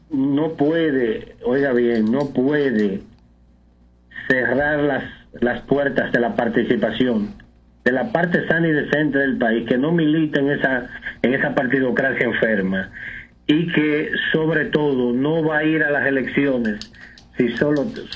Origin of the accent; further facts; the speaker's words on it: Santiago de los Caballeros, Santiago, Dominican Republic; Yo me considero un santiaguero